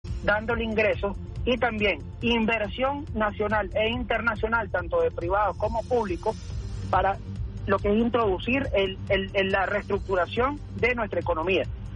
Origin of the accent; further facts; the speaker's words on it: Venezuela; como propios venezolanos bolivarianos que somos